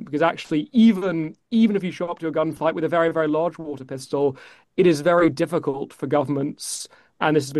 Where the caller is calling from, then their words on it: London, United Kingdom; who I'm calling in from London